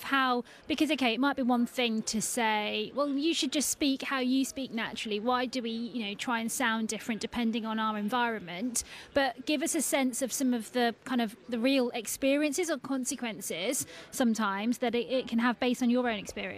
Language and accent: English; Birmingham, West Midlands, United Kingdom; I am a Brummy. So for everyone else, that means I am born and bred in the West Midlands, in Birmingham